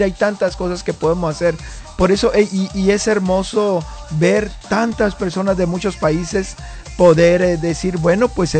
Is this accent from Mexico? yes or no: yes; Mexico; Si soy mexicano